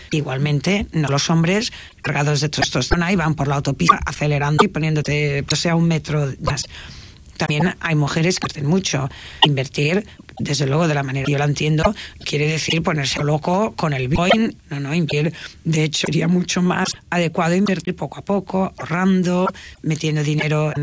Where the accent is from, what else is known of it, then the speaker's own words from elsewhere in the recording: Tarragona, Catalonia, Spain; soy de Tarragona y de Bella por parte de padre, un pisito maravilloso en Cañón, en el Bajo Aragón, la frontera que es el sur de Cataluña, el norte de Valencia y el sur de Aragón.